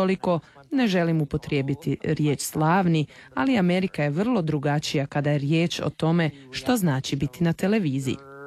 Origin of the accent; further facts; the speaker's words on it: Mississauga, Ontario, Canada; Odrasla sam u Mississauga u Ontariju, nedaleko od Toronta, gdje postoji velika hrvatska zajednica. Odrasla sam odlazeći u hrvatsku crkvu. Od svoje 6. godine pa sve do srednje škole pohađala sam hrvatsku školu svake subote.